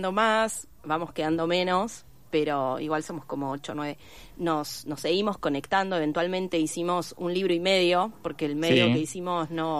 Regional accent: Comodoro Rivadavia, Chubut, Argentina; moved away as an adult; Yo soy de Comodoro Rivadavia y tengo allá a mis viejos, a mi hermana, bueno, a mis abuelos en Río Negro, primos, todo.

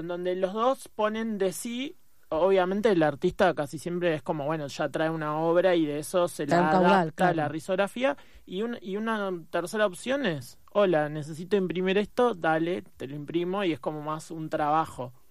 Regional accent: San Francisco Solano, Buenos Aires Province, Argentina; hace unos cuantos años, yo vivía en Solano, soy de Solano, de San Francisco Solano

